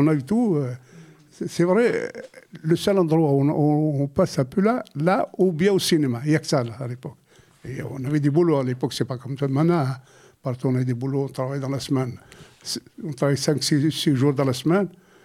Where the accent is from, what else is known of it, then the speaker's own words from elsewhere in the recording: Algeria; moved away; Quand je suis parti de chez moi, je connais rien, même pas l'Algérie, je ne connaissais même pas. Là. Je suis parti de Batla où je suis en Algérie, je suis arrivé ici